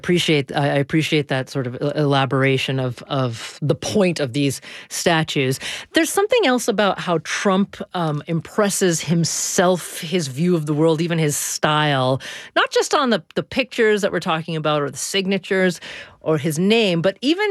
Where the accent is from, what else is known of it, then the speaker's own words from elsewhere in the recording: United States; I'll admit that I am fundamentally an American optimist, very much so.